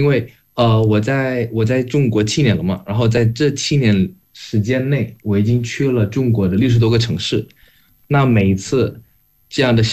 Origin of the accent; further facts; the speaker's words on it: Indonesia; moved away as an adult; now in Xiamen, China; 对一个印尼留学生来说有一种归属感，因为毕竟我也是华裔，所以我在家里也有一些就是跟中国有关的一些文化还有习俗习惯。我刚来厦门的时候